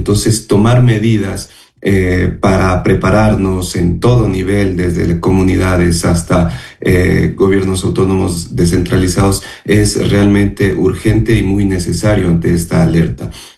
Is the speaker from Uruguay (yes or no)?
no; Ecuador; como ecuatorianos pues estamos muy expuestos a este evento climático.